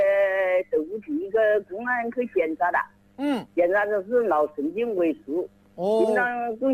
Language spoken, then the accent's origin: Chinese; Jingzhou, Hubei, China; 我是湖北荆州固安县呐，古河镇的，